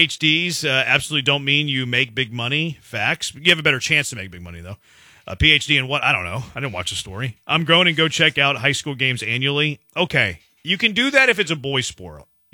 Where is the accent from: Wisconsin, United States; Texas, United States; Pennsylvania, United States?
Texas, United States; Houston; I'm from Houston.